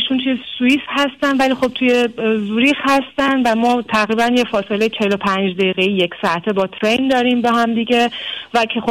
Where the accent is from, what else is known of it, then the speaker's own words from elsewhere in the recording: Iran; moved away as an adult; من 33 سالمه آقای دکتر. از سال 2019 از ایران به طور غیرقانونی مهاجرت کردم